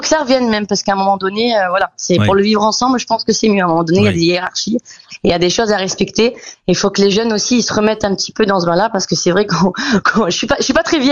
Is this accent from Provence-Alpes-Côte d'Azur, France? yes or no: yes; Cannes, Provence-Alpes-Côte d'Azur, France; je suis très contente d'ailleurs que ça soit à Cannes puisque c'est ma ville natale